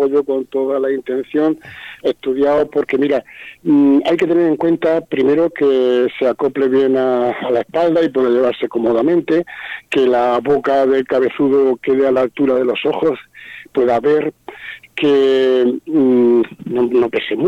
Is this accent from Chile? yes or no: no; Caravaca de la Cruz, Region of Murcia, Spain; En Caravaca, que es de donde yo vengo